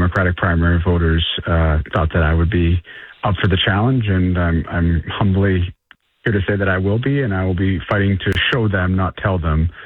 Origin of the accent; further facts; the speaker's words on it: Andover, Massachusetts, United States; Korean American father, my Lebanese American mother. Of course, my mother won the battle of where to raise the kids. So we grew up in Andover, Massachusetts